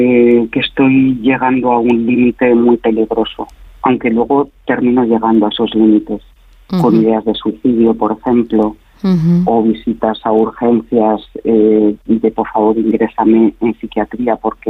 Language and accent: Spanish; Madrid, Community of Madrid, Spain; now in Zaragoza, Spain; Pues yo vivo en Zaragoza, pero soy de Madrid y mi familia vive en Madrid.